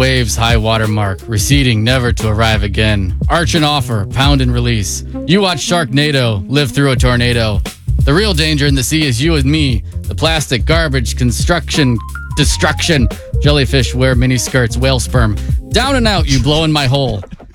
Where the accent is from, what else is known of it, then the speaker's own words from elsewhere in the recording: Indianapolis, Indiana, United States; Indianapolis.